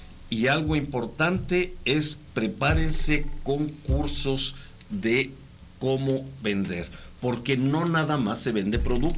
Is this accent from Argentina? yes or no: no; Los Reyes, Michoacán, Mexico; also born or lived in Guadalajara; yo realmente nací en Guadalajara, pero yo soy de los Reyes, Michoacán.